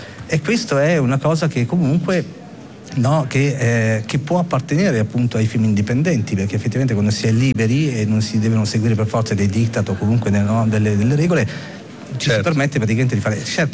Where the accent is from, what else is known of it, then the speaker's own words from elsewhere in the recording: Brianza, Lombardy, Italy; Io sono nato e cresciuto in Brianza